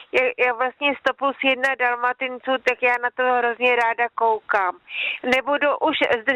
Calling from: Rakovník, Central Bohemian Region, Czechia; z Rakovníka jsem tam volala

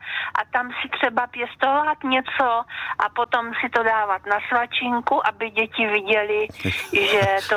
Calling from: Trutnov, Hradec Králové Region, Czechia; z Trutnova.

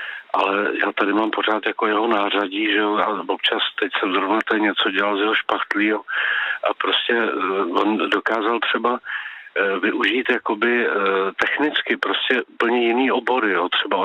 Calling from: Prague, Czechia; my jsme z Prahy teda

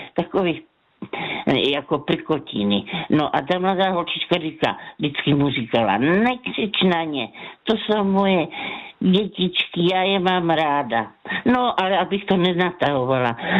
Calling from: Brno, South Moravian Region, Czechia

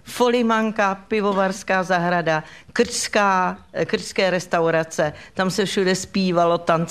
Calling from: Plzeň Region, Czechia; pak jsme z Plzeňska

